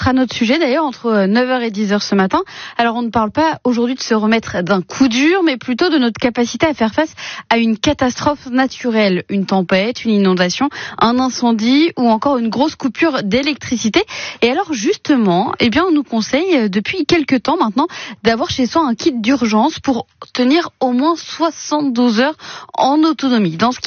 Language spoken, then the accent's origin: French; Brittany, France; jusqu'au jour où une grosse tempête débarque chez nous en Bretagne et qu'on se retrouve donc sans courant.